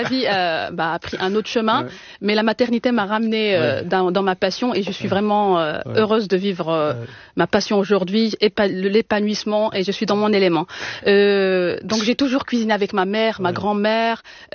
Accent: El Jadida, Casablanca-Settat, Morocco; also born or lived in Sefrou; now in Paris, France; Alors, je suis née à Sefrou, mais j'ai grandi une grande partie de ma vie à El Jadida, c'est une ville côtière.

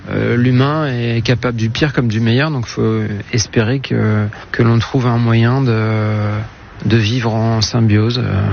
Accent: Compiègne, Hauts-de-France, France; now in Amiens, France; Moi, je viens de Compiègne

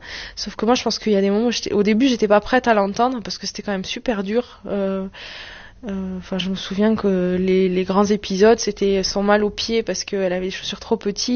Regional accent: France; même si je suis née en France, que j'ai vécu en France et que je n'ai jamais habité en Espagne.

